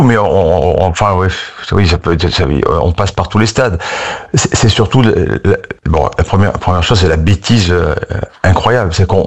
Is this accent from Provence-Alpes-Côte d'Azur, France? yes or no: yes; Nice, Provence-Alpes-Côte d'Azur, France; on est niçois, mais on souffre, on n'est pas à Paris.